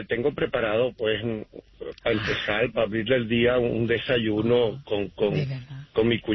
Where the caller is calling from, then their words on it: Utah, United States; Los llamo desde Utah. Estoy aquí en Utah.